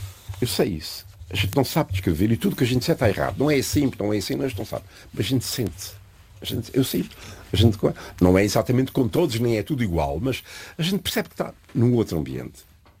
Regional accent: Portugal; now in United States; Quando eu fui, eu lembro-me de, nas ruas em Fall River, me dizerem para eu falar baixo, para não perceberem que eu era português.

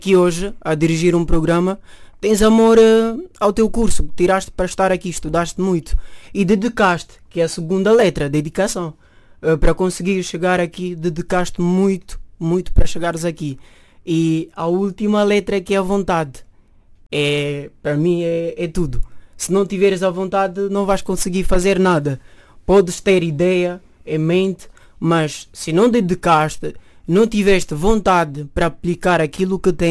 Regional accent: Mansoa, Oio, Guinea-Bissau; now in Portugal; eu nasci em Mansoa, um sector maravilhoso. A Guiné-Bissau tem assim 8 regiões, digamos assim. Então eu fiz parte de um deles que é muito maravilhoso, onde passei a minha infância

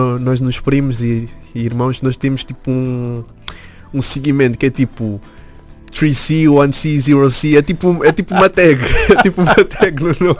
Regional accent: Portugal; born there; first language Portuguese; Eu sou português, nasci cá

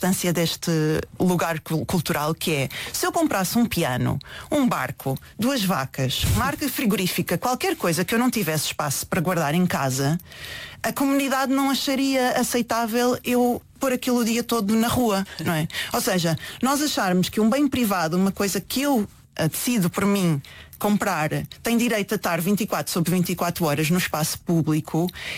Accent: Portugal; nós, como portugueses, adoramos coisas grátis

